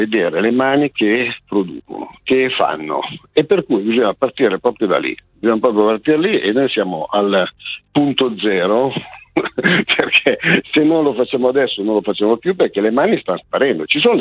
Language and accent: Italian; Milan, Lombardy, Italy; noi siamo milanesi, siamo un po' bauscia